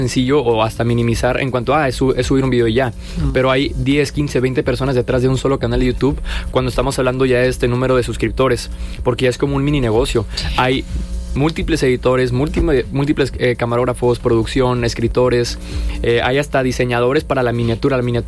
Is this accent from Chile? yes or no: no; Monterrey, Nuevo León, Mexico; mucha gente piensa que somos de Ciudad de México, pero yo nací aquí y he vivido toda mi vida aquí. O sea, yo soy full regio de toda la vida.